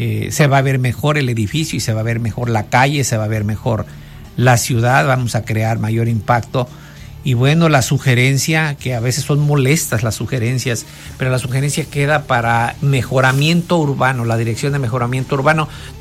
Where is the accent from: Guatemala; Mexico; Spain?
Mexico; Vallecito de Zaragoza, Guerrero; now in Zihuatanejo, Mexico; le decimos también allá en algunas personas en mi pueblo, en Vallecito de Zaragoza